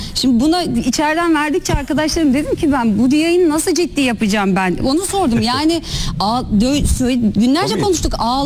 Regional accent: İzmir, Turkey; ben İzmir'de doğdum, büyüdüm.

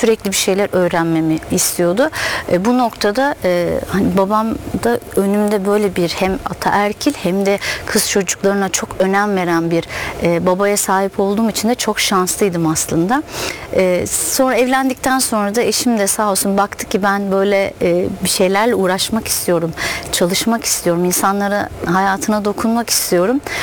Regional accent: Istanbul, Turkey; 1979 yılında İstanbul'un Üsküdar semtinde mütevazı bir ailenin ikinci çocuğu olarak dünyaya gelmiştir. İlk orta ve lise eğitimi İstanbul'da tamamladıktan sonra şehir dışında bir üniversite deneyimim oldu.

